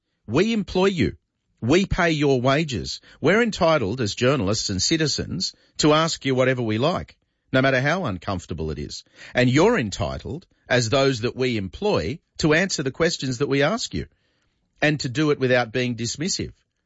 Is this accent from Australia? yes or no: yes; Australia; as an Australian